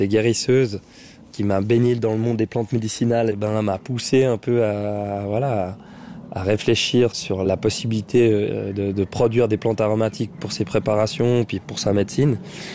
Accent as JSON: {"language": "French", "town": "Versoix", "region": "Geneva", "country": "Switzerland", "tie": "born or raised there"}